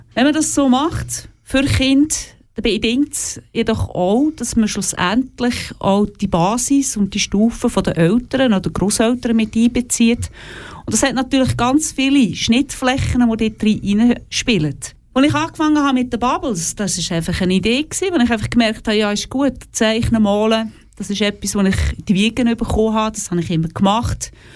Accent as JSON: {"language": "German", "town": "Sursee", "region": "Lucerne", "country": "Switzerland", "tie": "born or raised there", "also_born_or_lived": "Oberkirch", "said": "Und ich bin zwar in Sursee geboren und auch dort aufgewachsen und nachher in Oberkirch."}